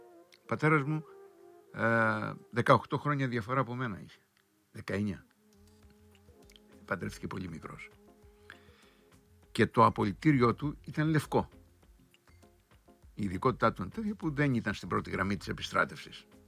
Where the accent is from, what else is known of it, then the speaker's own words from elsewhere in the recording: Crete, Greece; moved away; πήγα και έκανα εκπομπή στο χωριό μου πάνω στο οροπέδιο, ενθυμούμενος πώς έζησα το 73, 14 χρονών κοπέλι, αυτή την εισβολή.